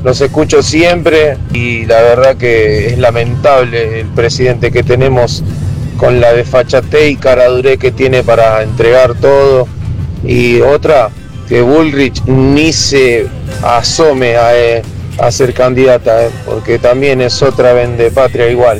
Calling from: Loma Hermosa, Buenos Aires Province, Argentina; de Loma Hermosa

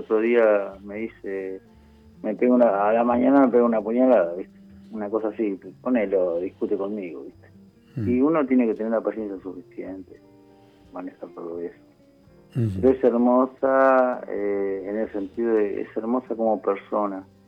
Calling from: Morón, Buenos Aires Province, Argentina; De Pontevedra. Vivo en Morón, pero trabajo en Pontevedra. Trabajo hace más de 3 años acá.

